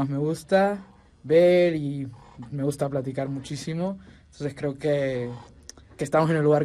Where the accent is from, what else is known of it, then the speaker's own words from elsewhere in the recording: El Salvador; moved away as an adult; now in Mexico; soy de El Salvador, llevo ya un par de años viviendo en México